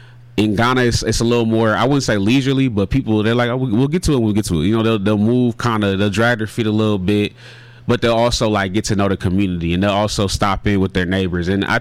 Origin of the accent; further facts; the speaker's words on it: United States; me being Black American as well as Ghanaian, I grew up here. I grew up in America. I grew up a black man, like, and I claim that proudly.